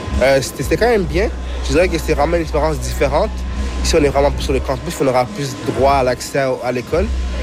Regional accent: Montreal, Quebec, Canada; now in Vancouver, Canada; moi je viens de Montréal, quand je viens de Montréal, quand je viens à Vancouver, c'est un peu plus différent les prix de logement

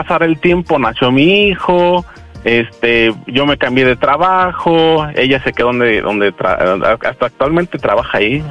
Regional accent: Guadalajara, Jalisco, Mexico; Tengo 40 años y soy de Guadalajara.

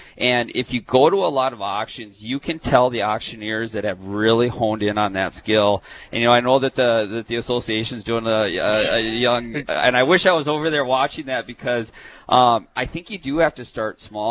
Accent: Minnesota, United States; moved away as an adult; now in North Dakota, United States; I grew up in West Central Minnesota.

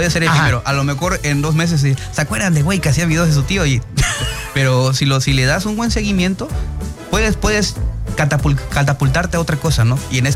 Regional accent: Tuxtepec, Oaxaca, Mexico; Yo soy originario de Tuxtepec, Oaxaca.

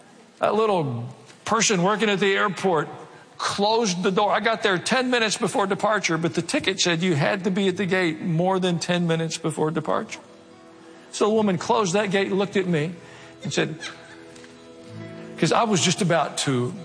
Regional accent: Tennessee, United States; I grew up in Tennessee.

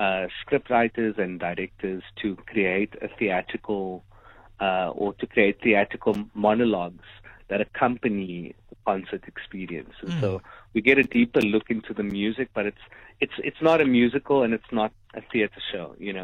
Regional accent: South Africa; not only as a South African, but just as somebody living in this time.

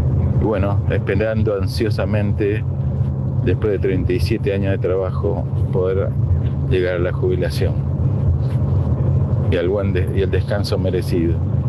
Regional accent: Posadas, Misiones, Argentina; born there; now in La Plata, Argentina; soy de la provincia de Misiones, pero vivo en la ciudad de La Plata ya hace 35 años. Tengo el corazoncito, como siempre, en Misiones, en Posadas, mi ciudad natal.

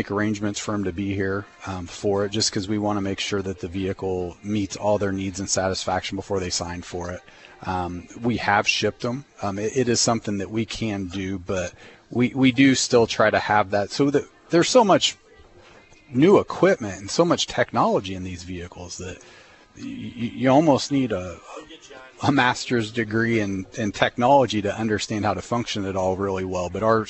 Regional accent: Taylorville, Illinois, United States; Growing up in Taylorville

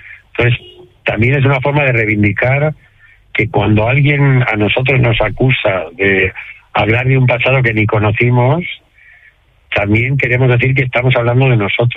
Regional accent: Navarre, Spain; born there; Y porque cuando yo nací en Navarra, iba los veranos a Pereje

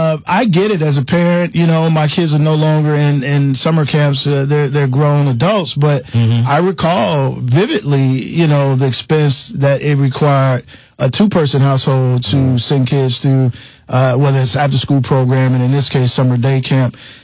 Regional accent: Chicago, Illinois, United States; moved away; I was raised and born on the South Side. Inglewood, stand up. If anybody out there from Inglewood, neighborhood of Gresham Auburn. Those were my neighborhoods, mm-hmm. and still have family who are in Chicago and in those neighborhoods.

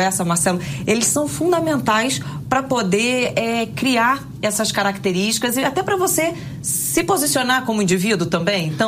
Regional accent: Rio de Janeiro, Brazil; Então, ela falou, porque eu sou aqui do Rio de Janeiro, imagina.

